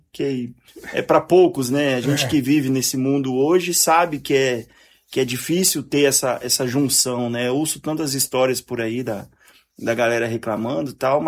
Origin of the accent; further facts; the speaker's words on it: Jaraguari, Mato Grosso do Sul, Brazil; Sou de Jaraguari também